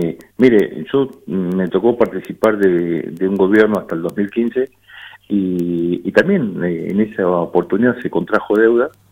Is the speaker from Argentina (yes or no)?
yes; Caleta Olivia, Santa Cruz, Argentina; yo soy de Caleta